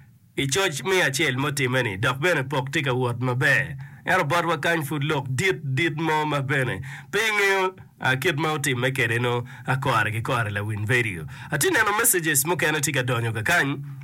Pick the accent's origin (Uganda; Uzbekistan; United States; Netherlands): Uganda; Laibi, Northern Region; from Laibi.